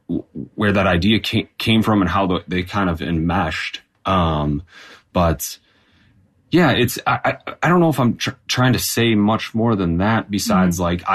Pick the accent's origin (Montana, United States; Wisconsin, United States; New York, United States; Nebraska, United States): Wisconsin, United States; I'm from Wisconsin, and so as many Wisconsinites are, I am a hunter and a deer hunter